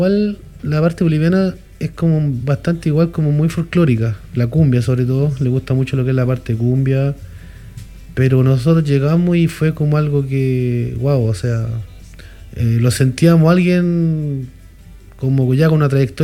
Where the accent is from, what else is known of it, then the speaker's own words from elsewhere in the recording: Yerbas Buenas, Maule, Chile; Venimos de Yerba Buena.